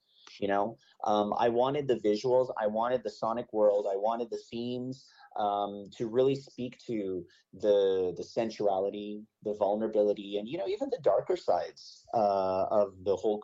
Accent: Vancouver, British Columbia, Canada; I was born and raised in Vancouver, grew up. I know the Lower Mainland. You know, I've lived in various parts of the city and actually attended UBC.

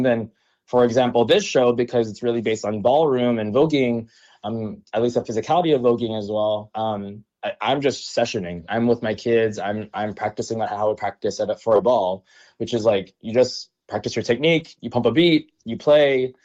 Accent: Philippines; So I got into breaking, of course, because I'm Filipino and that's what you do as a young Filipino boy.

